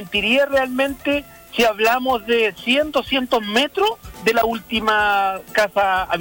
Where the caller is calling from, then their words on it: Osorno, Los Lagos, Chile; desde aquí de Osorno hacia el mar